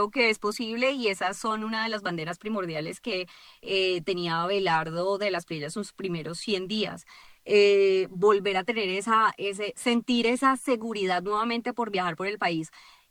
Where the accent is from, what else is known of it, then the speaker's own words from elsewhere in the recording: Colombia; Y lo que esperamos, obviamente, y como colombiana, lo que esperamos seguramente que sea lo primero que pase